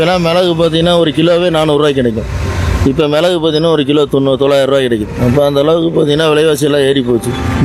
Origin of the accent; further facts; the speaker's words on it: Yercaud, Tamil Nadu, India; born there; ஏற்காடு, ஜெரினா காடு. நான் பிறந்தவங்க இந்த கிராமம் தான்.